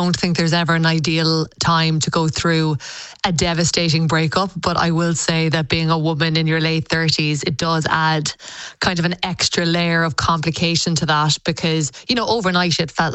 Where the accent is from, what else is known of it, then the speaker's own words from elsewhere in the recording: Clonakilty, Munster, Ireland; moved away as an adult; I am from Clonakilty. My parents own … Butcher Shop on the main street there.